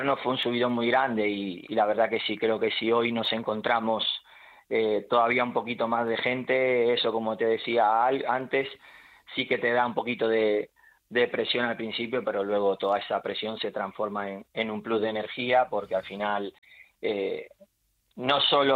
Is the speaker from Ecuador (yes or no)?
no; Argentina; now in Melilla, Spain; yo como argentino, evidentemente Messi para mí está a otro nivel del resto.